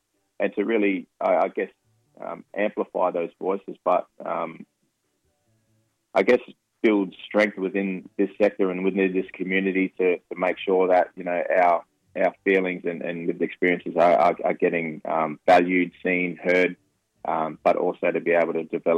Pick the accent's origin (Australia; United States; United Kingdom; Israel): Australia; Darwin, Northern Territory; moved away as an adult; also born or lived in Torres Strait Islands; now in Adelaide, Australia; I'm originally from Darwin up in the Territory. So my people are Larrakia people, Kunarakan Moi, and I'm also from the Torres Strait Islands as well.